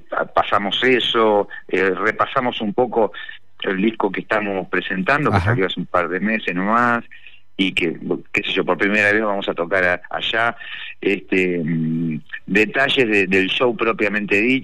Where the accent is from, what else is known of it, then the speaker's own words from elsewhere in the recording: Buenos Aires Province, Argentina; a Julio en Virrey del Pino. Estamos medio, pero digamos, confluimos acá. Acá nos criamos y acá ensayamos todavía.